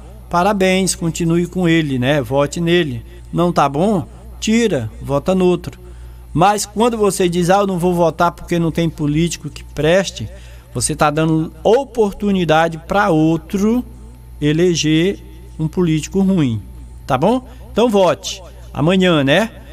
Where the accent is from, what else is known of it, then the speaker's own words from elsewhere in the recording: Brazil; nós, como brasileiros